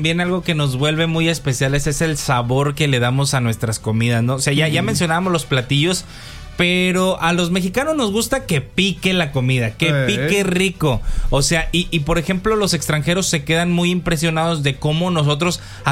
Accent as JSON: {"language": "Spanish", "country": "Mexico", "said": "uno como mexicano siempre... A ver, no hay salsa, te traes el chilito serrano que está ahí en el refri."}